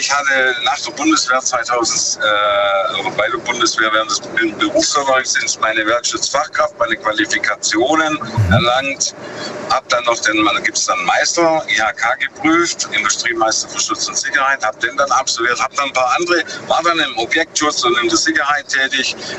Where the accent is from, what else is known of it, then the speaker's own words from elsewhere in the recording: Lenningen, Baden-Württemberg, Germany; Ich bin aus Lenningen.